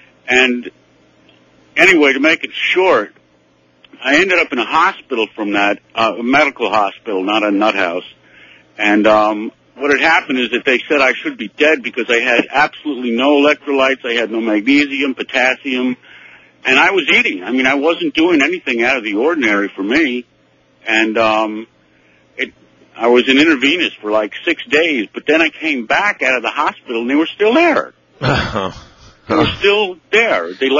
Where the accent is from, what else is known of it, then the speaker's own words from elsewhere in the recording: New Jersey, United States; I'm from South Jersey.